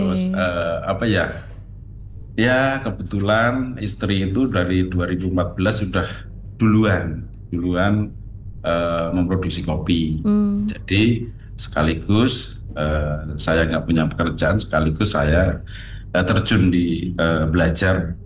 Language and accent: Indonesian; Indonesia; di tempat kami, rata-rata di dusun kami, khususnya di Dusun Ngemplak itu rata-rata dari semua keluarga mempunyai tanaman kopi, kebun kopi